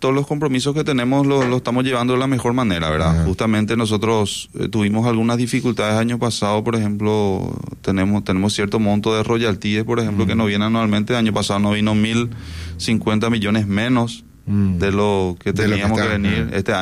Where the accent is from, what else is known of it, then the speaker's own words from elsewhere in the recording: Cambyretá, Itapúa, Paraguay; me iba a Asunción y de dónde soy, de Encarnación, decía, ¿verdad? No decía que soy de Camburetá.